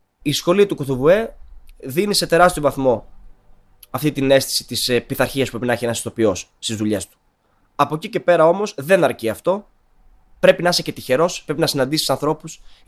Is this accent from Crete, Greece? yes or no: no; Thessaloniki, Central Macedonia, Greece; moved away; πηγαίνω στα μέρη που μεγάλωσα και που πήγα σχολείο, ξέρω εγώ, στην Πηλαία.